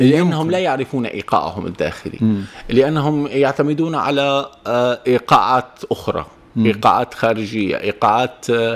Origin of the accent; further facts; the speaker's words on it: Syria; now in Tunisia; ما عادش تقدمني مثل قبل، يعني على أساس أني أنا شاعر سوري يعني موجود بتونس، لا بتقلي تونسي سوري خلاص.